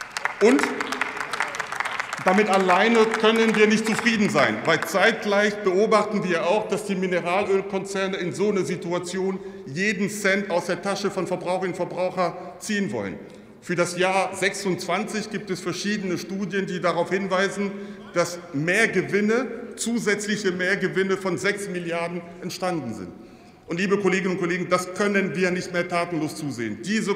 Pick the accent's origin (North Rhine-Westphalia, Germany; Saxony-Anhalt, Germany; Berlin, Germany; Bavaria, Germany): Saxony-Anhalt, Germany; und vielleicht darf ich ein Beispiel aus meiner Heimat, aus Sachsen-Anhalt, wo ich aufgewachsen bin, mal hier mit Ihnen besprechen